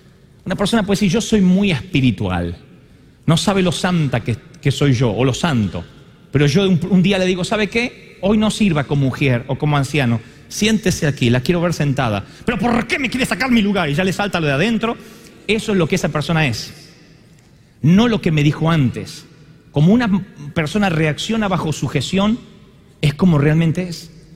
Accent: Argentina; Sé que soy lindo como todo argentino. Sé que no aparento la edad que tengo y todos me dan 20 y tantos.

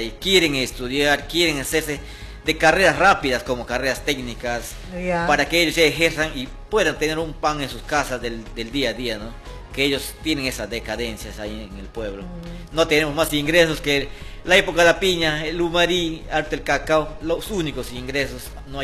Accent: Tamshiyacu, Loreto, Peru; yo vengo representando a un pueblo, a un distrito muy querido, de repente ya conoces, es el distrito de Fernando Lores, soy tanchiaquino.

